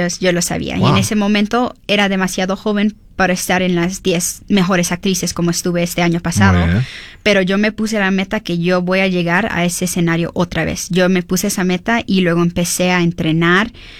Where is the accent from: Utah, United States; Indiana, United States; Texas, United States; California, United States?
Utah, United States; Park City; born there; also born or lived in Ogden; pasé gran parte de mi niñez en Park City y después nos mudamos a Ogden.